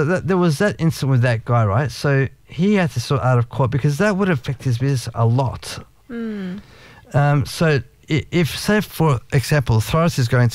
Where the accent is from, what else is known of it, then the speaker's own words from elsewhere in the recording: Cranbourne, Victoria, Australia; He's from Cranbourne. I'm from Cranbourne.